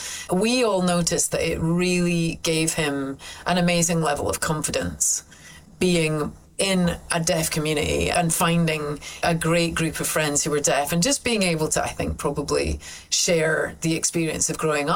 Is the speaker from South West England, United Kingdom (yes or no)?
no; St Andrews, Scotland, United Kingdom; born or raised there